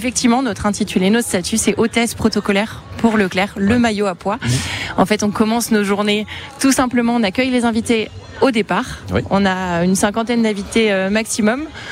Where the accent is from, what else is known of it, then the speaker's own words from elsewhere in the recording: Angers, Pays de la Loire, France; Alors non, moi je suis angevine.